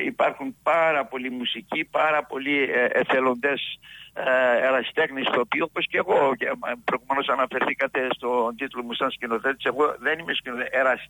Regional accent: Agios Georgios, Central Macedonia, Greece; now in Thessaloniki, Greece; από το 1962 συγκεκριμένα, όταν ήρθα στη Θεσσαλονίκη από το χωριό μου, από τον Άγιο Γεώργιο Βερίας

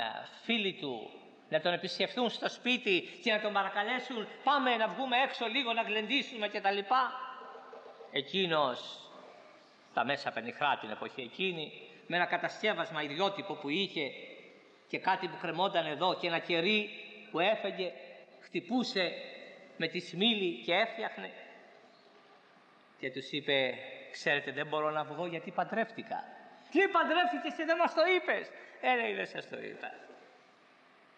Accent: Corfu, Ionian Islands, Greece; ήμουν στο νησί μου στην Κέρκυρα

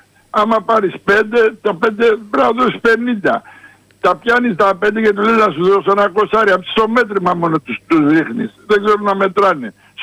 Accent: Greece; επειδή είμαστε από εδώ, επειδή είμαστε Έλληνες.

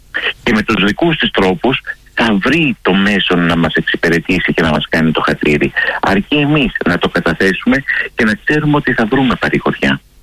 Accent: Greece; αυτό είναι στο δικό μας το πετσί σαν Έλληνες

